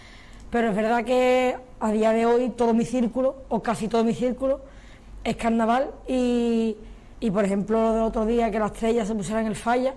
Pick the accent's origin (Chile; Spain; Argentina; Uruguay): Spain; Cádiz, Andalusia; la gente que somos de Cádiz, que nos gusta el carnaval